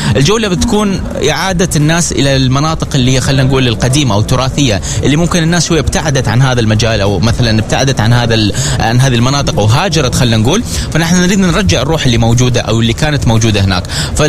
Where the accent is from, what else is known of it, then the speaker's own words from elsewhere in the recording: Oman; عندنا في عمان يعني مسقط جميلة بناسها طبعا، جميلة مثلا بخضارها ببنيتها التحتية